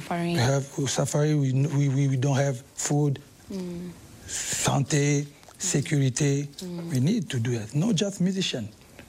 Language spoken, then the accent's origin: English; DR Congo; English is a second language; I'm from Congo. We're supposed to talk for this situation in Congo, but all Africa.